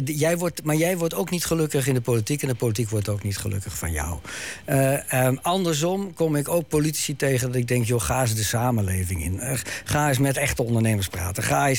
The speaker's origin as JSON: {"language": "Dutch", "region": "North Holland", "country": "Netherlands", "said": "Ik kom zelf uit Noord-Holland. Noord nog wel, boven Amsterdam."}